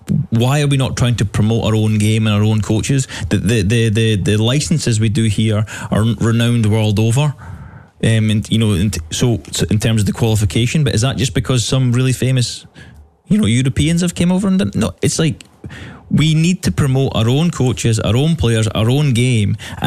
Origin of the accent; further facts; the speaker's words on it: Scotland, United Kingdom; I'm a Scottish coach.